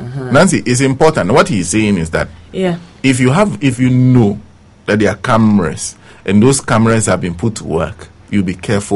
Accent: Sogakope, Volta, Ghana; you are coming from my hometown of Sogakope.

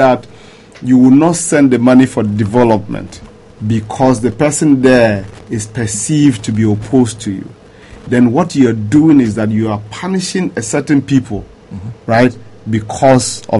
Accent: Ghana; I'm a Ghanaian.

